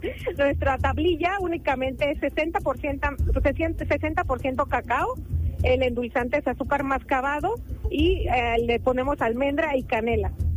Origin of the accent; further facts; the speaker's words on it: Oaxaca, Mexico; Nosotros venimos de la ciudad de Oaxaca, pero todos nuestros proveedores son de diferentes regiones del estado.